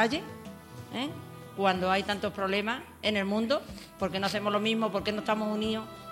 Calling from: Spain; Como somos españoles

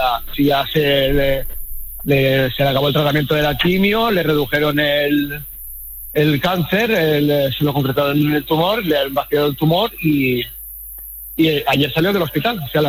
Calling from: Castellón de la Plana, Valencian Community, Spain; Yo soy de Castellón.

